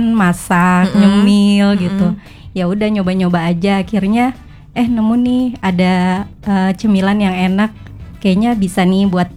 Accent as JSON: {"language": "Indonesian", "town": "Balikpapan", "region": "East Kalimantan", "country": "Indonesia", "tie": "born there", "moved": "as an adult", "lives_now": "Pontianak, Indonesia", "said": "Dulu karena saya bukan asli Pontianak ya, saya aslinya Balikpapan."}